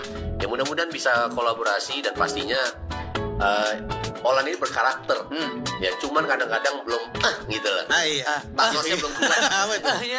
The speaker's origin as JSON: {"language": "Indonesian", "region": "West Sumatra", "country": "Indonesia", "said": "dan terus terang kan gua orang Minang, lo orang Medan kan."}